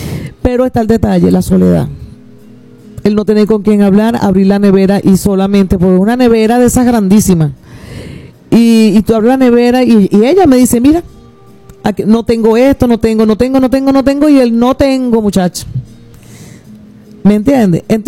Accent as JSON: {"language": "Spanish", "town": "Caracas", "region": "Capital District", "country": "Venezuela", "moved": "as an adult", "lives_now": "San Juan de los Morros, Venezuela", "said": "yo no soy de acá de San Juan, yo viví en Caracas, soy una caraqueña pendiente de San Juan de los Morros, pero bueno, las circunstancias me trajeron para acá."}